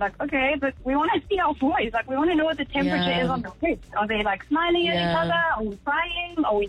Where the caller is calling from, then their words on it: South Africa; when you come to South Africa, like, the second you land in any one of our airports, it's just like, oh, man, like, I'm right back at home.